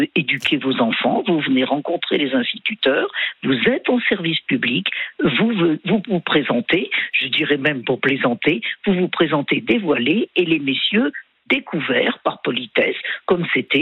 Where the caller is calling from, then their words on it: Lyon, Auvergne-Rhône-Alpes, France; moi, j'habite à Lyon, près de la fac de droit.